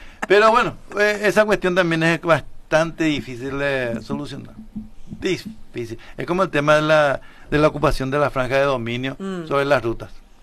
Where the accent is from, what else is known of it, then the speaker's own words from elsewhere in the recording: Paraguay; lo que tenemos que atacar como paraguayos, todos